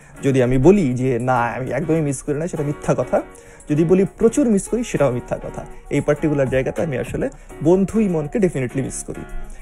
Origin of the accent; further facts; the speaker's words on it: Tangail, Dhaka Division, Bangladesh; now in Dhaka, Bangladesh; আমার দেশের বাড়ি বাংলাদেশ, আমি থাকি ঢাকায়, মানে আমার গ্রামের বাড়ি টাঙ্গাইল, আমি থাকি ঢাকায়।